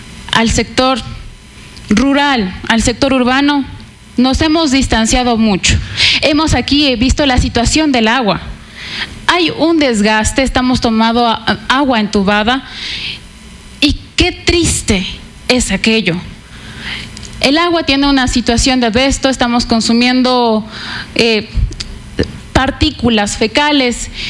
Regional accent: Píllaro, Tungurahua, Ecuador; Yo he nacido y he crecido toda mi vida en mi tierra

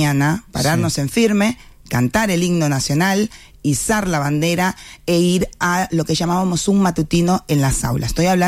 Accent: Moa, Holguín, Cuba; Pero mi ciudad natal era Moa.

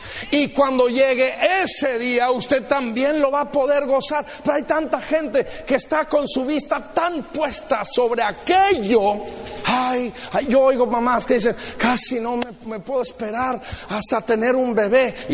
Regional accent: Mexico; Mi esposa y yo tenemos 4 hijos como buenos mexicanos.

